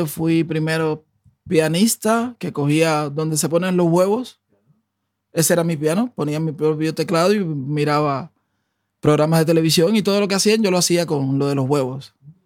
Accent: Pinar del Río, Cuba; moved away as an adult; now in Oslo, Norway; Soy de Pinar del Río.

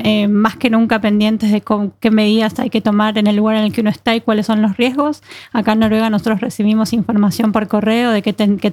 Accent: Buenos Aires, Argentina; Yo soy originaria de Buenos Aires, desde auténtica porteña, pero no bailo tango.

